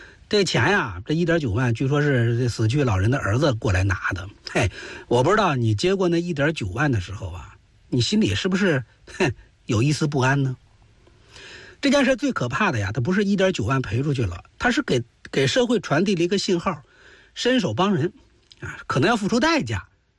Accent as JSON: {"language": "Chinese", "region": "Hebei", "country": "China"}